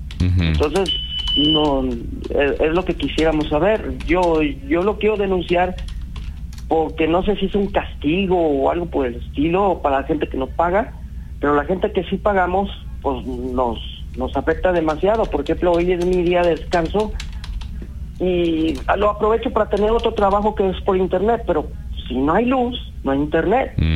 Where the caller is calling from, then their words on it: Mexico; Vivo en México